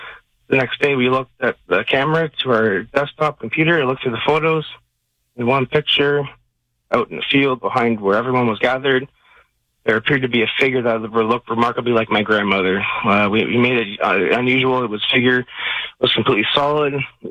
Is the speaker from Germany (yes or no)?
no; Burlington, Ontario, Canada; from Burlington, Ontario.